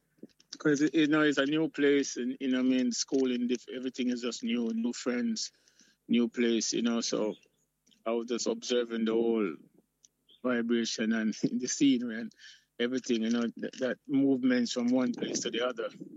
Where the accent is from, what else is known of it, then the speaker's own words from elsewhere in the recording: Spanish Town, Jamaica; most of my life I grew up in Jamaica.